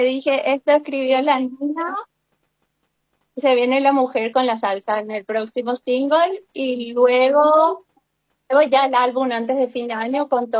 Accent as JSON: {"language": "Spanish", "town": "Asunción", "country": "Paraguay", "tie": "born or raised there", "moved": "yes", "lives_now": "United States", "said": "Yo soy de Asunción, me crié en el barrio Seminario."}